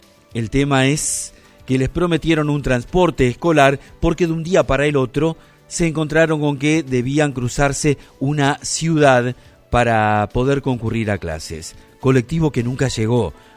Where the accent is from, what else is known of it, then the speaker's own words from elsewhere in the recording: Argentina; Somos argentinos